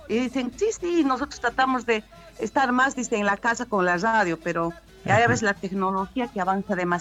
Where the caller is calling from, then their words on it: Bolivia; es orgullo para nosotros como ser boliviano.